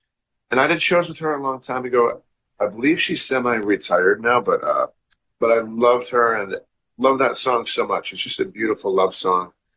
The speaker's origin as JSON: {"language": "English", "town": "Boston", "region": "Massachusetts", "country": "United States", "tie": "born or raised there", "said": "Boston, my hometown, where I live now."}